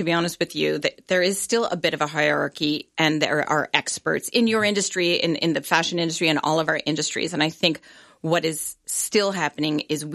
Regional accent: Cobourg, Ontario, Canada; moved away as an adult; I was born and raised here, actually small town girl, not far from here. I grew up in Cobourg.

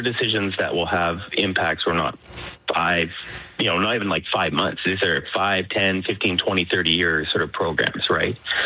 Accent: Canada; As a Canadian, we need to be, working on trying to deal with the trade war

